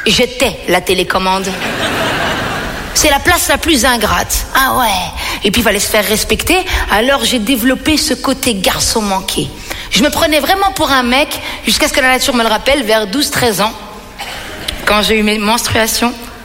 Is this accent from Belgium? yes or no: yes; Belgium; now in Paris, France; Ben, moi, j'habite depuis 10 ans à Paris, mais je viens de Belgique, hein. Je viens de Belgique, mais je suis d'origine algérienne et je viens d'une famille de 4 enfants.